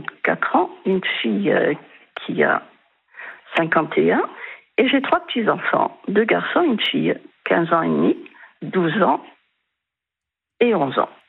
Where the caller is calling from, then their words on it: Ajaccio, Corsica, France; J'habite en Corse du Sud, à Sartène. Ah. Je suis ajaxienne.